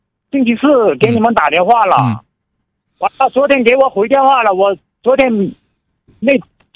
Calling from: Longjing, Jilin, China; Chinese is a second language; 我们这边龙井市

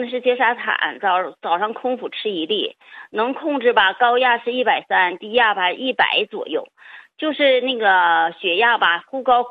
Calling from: Jilin, China; 我是吉林市的。

